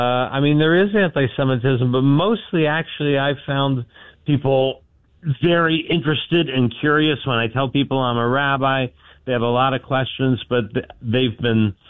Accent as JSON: {"language": "English", "town": "Alexandria", "region": "Virginia", "country": "United States", "tie": "born or raised there", "moved": "yes", "said": "I grew up in Alexandria, just outside of D.C."}